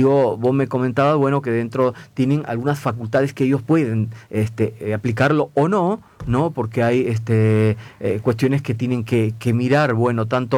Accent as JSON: {"language": "Spanish", "country": "Peru", "moved": "yes", "said": "soy peruano"}